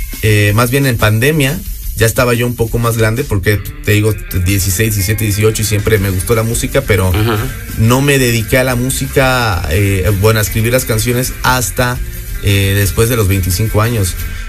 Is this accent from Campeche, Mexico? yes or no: yes; Campeche, Mexico; now in Puebla, Mexico; Yo soy de Campeche.